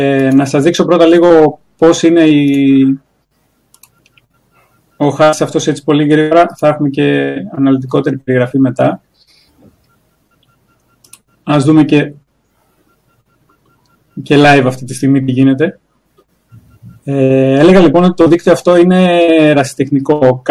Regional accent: Agios Dimitrios, Greece; τον Άγιο Δημήτρη, το χωριό μου.

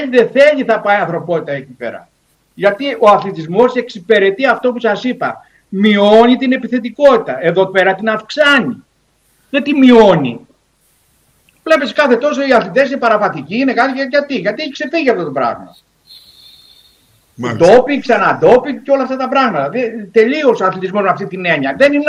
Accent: Crete, Greece; Ναι, γιατί αν πετάω εγώ το ακόντιο από εδώ που είμαι από την Κρήτη μέχρι την Αθήνα, γιατί εγώ πρέπει να σε πληρώνω, ρε φίλε?

